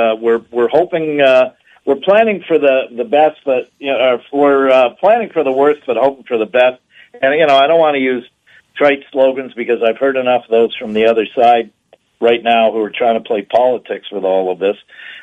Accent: Windsor, Ontario, Canada; by the Detroit River down by in Dieppe Park, by the looks of it, in my hometown of Windsor.

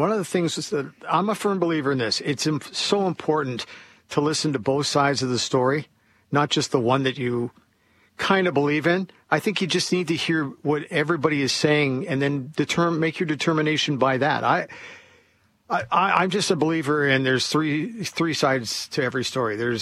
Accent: Canada; I'm a Canadian through and through.

